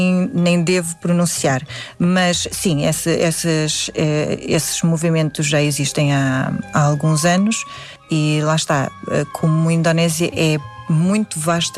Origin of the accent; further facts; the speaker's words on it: Norte, Portugal; accent: northern; Já falar português como falo, com o sotaque do norte na altura.